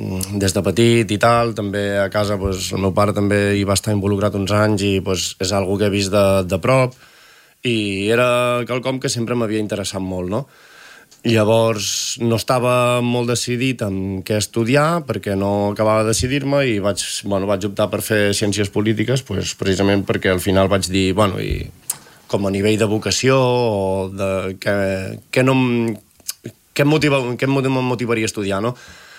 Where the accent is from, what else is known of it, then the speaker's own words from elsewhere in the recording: Palamós, Catalonia, Spain; moved away as an adult; now in Palafrugell, Spain; soc palamosí de naixement i tal, ja fa uns anys que estic aquí a Palafrugell